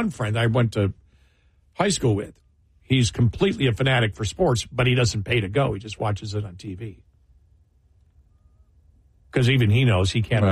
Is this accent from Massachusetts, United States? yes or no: no; Buffalo, New York, United States; born or raised there